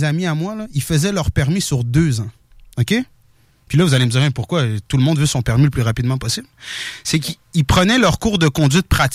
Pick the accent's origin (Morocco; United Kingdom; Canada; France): Morocco; mon père, il est africain, OK? Je suis marocain, là.